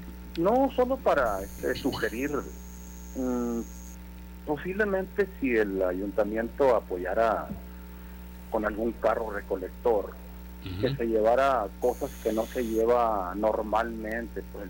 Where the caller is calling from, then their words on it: Nogales, Sonora, Mexico; Aquí vivo en Nogales